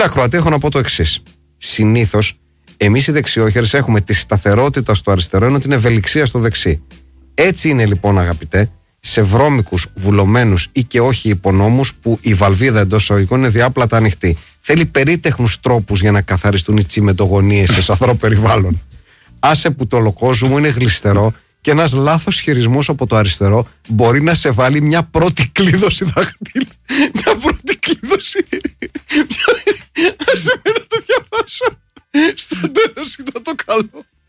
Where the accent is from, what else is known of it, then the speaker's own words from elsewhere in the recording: Karditsa, Thessaly, Greece; πριν 20 χρόνια στο χωριό μου την Καρδίτσα γυρίζοντας από τα χωράφια?